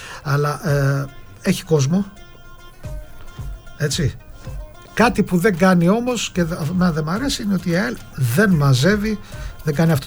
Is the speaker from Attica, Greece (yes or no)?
yes; Filadelfeia, Attica, Greece; επειδή είμαι γέννημα θρέμα από τη Φιλαδέλφια, Φιλαδελφιώτης